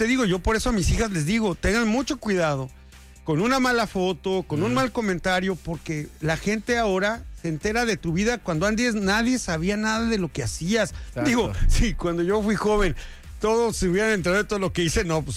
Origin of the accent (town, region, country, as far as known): Mexico